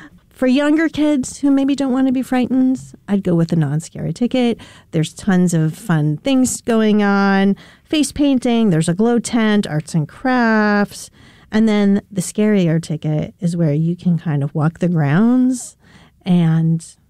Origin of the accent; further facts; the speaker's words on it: Rockville Centre, New York, United States; Rockville Center, my hometown